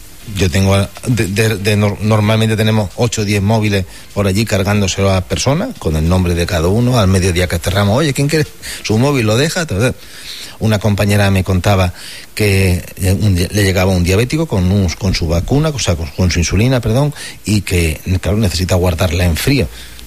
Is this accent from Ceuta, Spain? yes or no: yes; Ceuta, Spain; born or raised there